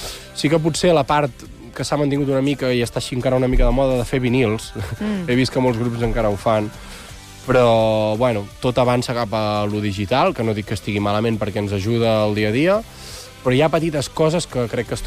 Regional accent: Navàs, Catalonia, Spain; Soc de Navàs, que és al costat de... Bueno, està al costat de Santpedor també i de Manresa, està per allà a la zona.

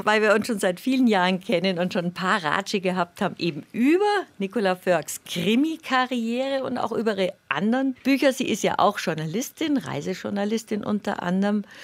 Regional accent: Bavaria, Germany; ich bin ja aus Bayerisch-Schwaben und du bist richtig Allgäu. Ich bin ja am Rande des Allgäus.

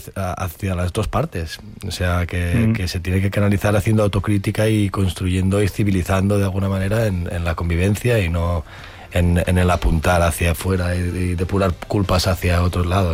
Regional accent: Girona, Catalonia, Spain; Yo iba al colegio en el 90, en mi pueblo del Girona, de Ampurdá, había mucho racismo.

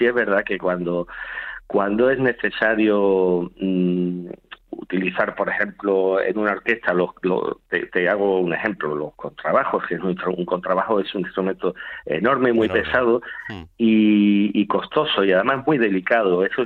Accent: Málaga, Andalusia, Spain; moved away as an adult; now in Ceuta, Spain; yo soy de Málaga, estudié en el Conservatorio Superior de Málaga y me formé en Málaga, pero tuve la grandísima oportunidad de venir a Ceuta. En un principio vine por un solo año, ya llevo 30.

